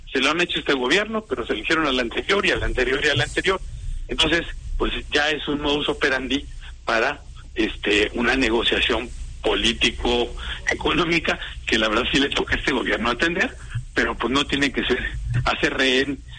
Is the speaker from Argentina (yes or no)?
no; Mexico